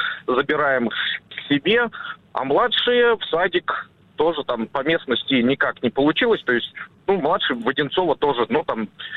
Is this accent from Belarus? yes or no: yes; Minsk, Belarus; now in Moscow Oblast, Russia; Ну, я родом вообще из Белоруссии